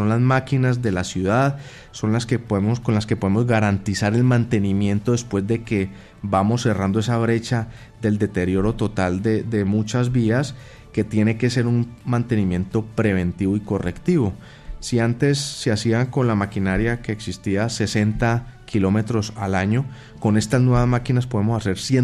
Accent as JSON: {"language": "Spanish", "town": "Cali", "region": "Valle del Cauca", "country": "Colombia", "tie": "born or raised there", "also_born_or_lived": "Pereira", "said": "Cali es una ciudad apasionante. O sea, yo no soy de aquí, yo soy de Pereira, pero a mí me trajeron a vivir a Cali después de 8 días de nacido. Y desde eso estoy acá. Aquí estudié, aquí conocí mi esposa, aquí tuve mi hija, aquí he hecho familia y aquí he trabajado por esta ciudad."}